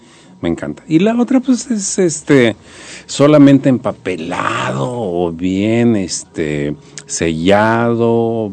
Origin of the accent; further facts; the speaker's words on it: Torreón, Coahuila, Mexico; now in Nuevo León, Mexico; yo soy de Torreón.